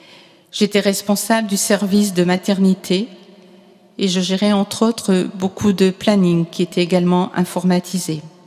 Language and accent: French; Cambrai, Hauts-de-France, France; moved away as an adult; also born or lived in Aix-en-Provence; Je suis originaire du diocèse de Cambrai, donc à côté de la Belgique, née à la maternité catholique de Cambrai. J'ai grandi dans une famille catholique très pratiquante et je suis l'aînée de 5 enfants.